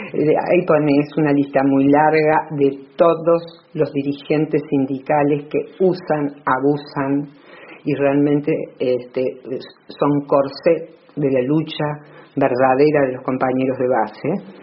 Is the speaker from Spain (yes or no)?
no; Argentina; also born or lived in Córdoba, Argentina; En realidad yo en 1976 era absolutamente ignorante de lo que estaba ocurriendo en mi país y también de lo que había ocurrido antes. Y venía de un contexto también muy cerrado, pero mi estudiar en Córdoba me permitió